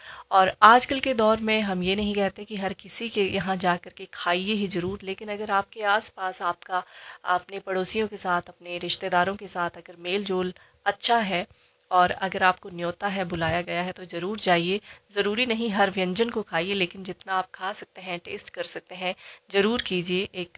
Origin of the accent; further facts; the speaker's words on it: Himachal Pradesh, India; हमारे हिमाचल के पारंपरिक खाद्य पदार्थ